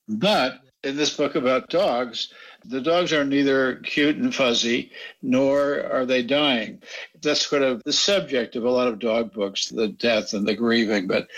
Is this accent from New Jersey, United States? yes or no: no; Jackson Heights, New York, United States; also born or lived in Westchester; We grew up in Jackson Heights, New York and in an apartment, so we didn't have a dog.